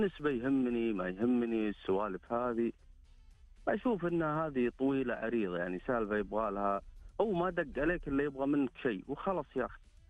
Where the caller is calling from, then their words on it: Dammam, Eastern Province, Saudi Arabia; من الدمام.